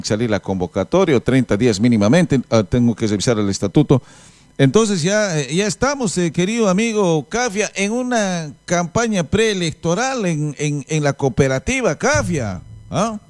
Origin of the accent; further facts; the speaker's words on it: Llallagua, Potosí, Bolivia; born there; alguien de mi pueblo, de Llallagua